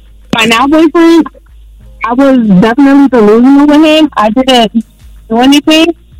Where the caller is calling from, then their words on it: New Jersey, United States; from New Jersey.